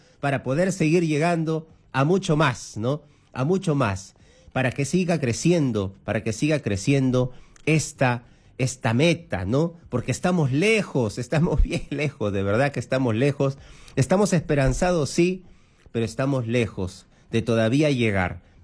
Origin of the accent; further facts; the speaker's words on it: Ica, Peru; Gracias, Ica, mi tierra.